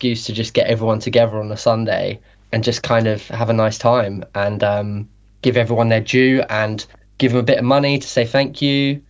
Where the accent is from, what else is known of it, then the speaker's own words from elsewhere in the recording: South West England, United Kingdom; I grew up in Cornwall, so we had music where you just put four bands on, no matter what they play.